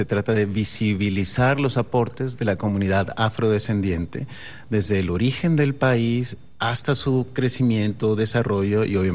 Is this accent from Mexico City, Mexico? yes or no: yes; Mexico City, Mexico; born there; soy mexicano, nacido aquí en la Ciudad de México. Mis padres son de origen panameño. Llegaron.